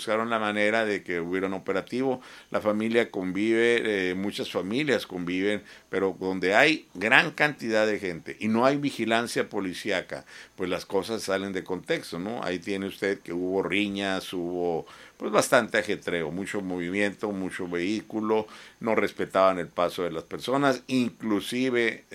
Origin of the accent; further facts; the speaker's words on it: Baja California, Mexico; sabemos que hay pocos sitios en el Valle de Mexicali, y es una tradición de la gente que somos del Valle